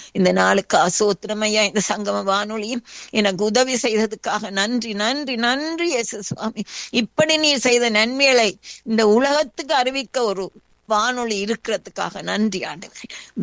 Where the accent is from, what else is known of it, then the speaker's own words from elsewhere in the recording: Sri Lanka; moved away; விசேஷமா நாங்கள் ஸ்ரீலங்கன்ஸ்